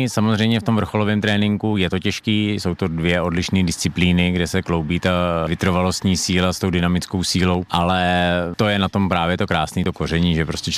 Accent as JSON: {"language": "Czech", "town": "Harachov", "region": "Liberec Region", "country": "Czechia", "tie": "born or raised there", "also_born_or_lived": "Jílemnice", "said": "Tak v Jílemnici jsem narozený, protože v Harachově porodnici nemáme, ale jinak jsem rodák jakoby z Harachova, takže tam ta volba byla úplně jasná."}